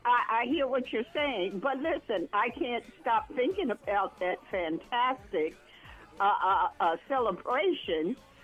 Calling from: New York City, New York, United States; because I'm from the Bronx

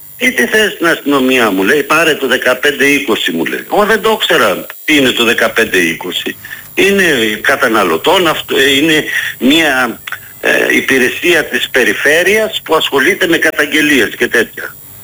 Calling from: Greece; Καταρχήν ζούμε στην πιο διαφθαρμένη χώρα του κόσμου, πιστεύω.

